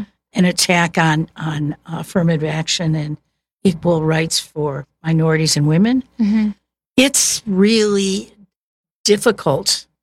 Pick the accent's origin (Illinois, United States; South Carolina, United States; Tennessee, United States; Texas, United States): Illinois, United States; Chicago; now in Kansas City, United States; I was originally from Chicago. And I started looking to move back closer to Chicago. My parents were getting older. And so I found a job in Kansas City in a factory.